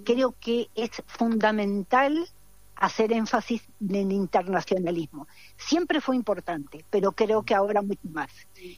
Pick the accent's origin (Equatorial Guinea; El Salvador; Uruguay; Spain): Uruguay; Yo vengo desde Uruguay.